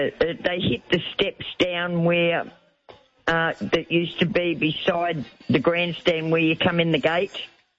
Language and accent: English; Melbourne, Victoria, Australia; Hi. I grew up in North Melbourne, not far from the ground.